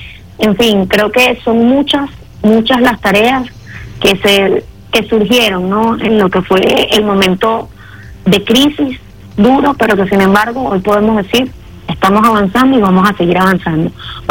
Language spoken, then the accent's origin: Spanish; Venezuela; Como venezolanos y venezolanas, a seguir poniendo un granito de arena